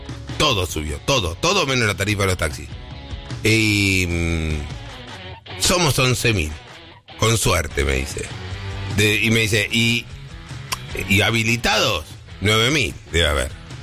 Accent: Argentina; Soy argentino, pienso mal.

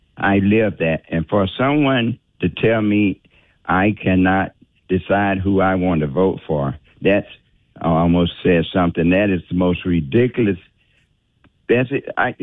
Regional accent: Selma, Alabama, United States; You know, I'm from Selma originally. I was in the march from Selma to Montgomery

